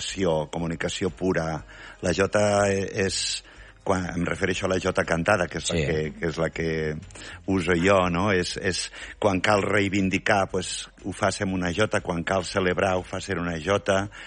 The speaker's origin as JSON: {"language": "Catalan", "town": "Tortosa", "region": "Catalonia", "country": "Spain", "tie": "born there"}